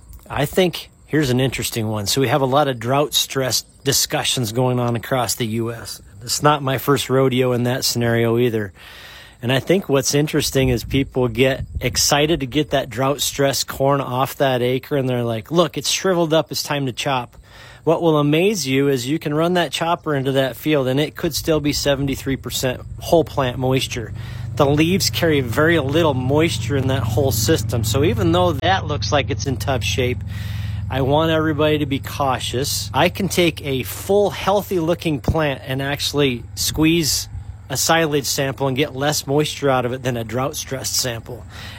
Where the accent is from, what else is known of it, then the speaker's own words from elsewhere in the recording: Iowa, United States; where I grew up in Northwest Iowa, there are eroded clay knobs and or sandy patches on some of these farms